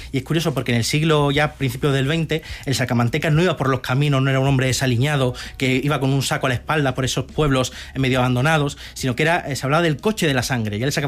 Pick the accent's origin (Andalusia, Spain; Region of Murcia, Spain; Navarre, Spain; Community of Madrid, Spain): Andalusia, Spain; yo soy andaluz